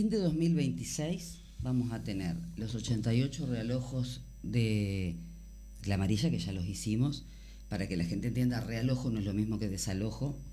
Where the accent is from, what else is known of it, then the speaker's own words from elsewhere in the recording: Paysandú, Uruguay; now in Salto, Uruguay; yo soy oriunda de Paysandú